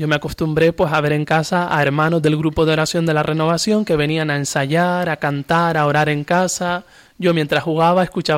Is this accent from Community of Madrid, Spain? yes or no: no; Arrecife, Canary Islands, Spain; yo soy de Arrecife, en uh-huh. Lanzarote.